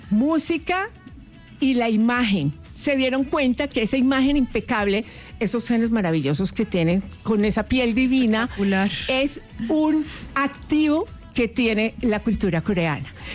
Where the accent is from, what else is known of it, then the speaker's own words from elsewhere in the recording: Colombia; soy colombiano